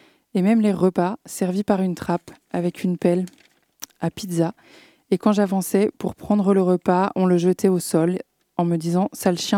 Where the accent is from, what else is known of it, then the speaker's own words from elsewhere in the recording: Guadeloupe; now in France; Tout ça parce que je veux rentrer chez moi en Guadeloupe et revoir les miens, et mourir en paix, voilà ma situation depuis que je suis en prison en France.